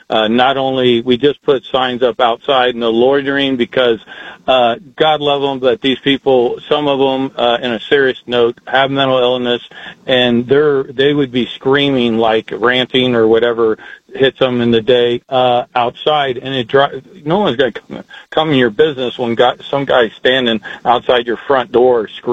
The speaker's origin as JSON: {"language": "English", "town": "Indianapolis", "region": "Indiana", "country": "United States", "tie": "born or raised there", "said": "growing up in Indianapolis in the 70s, obviously I know when they closed Central State Hospital"}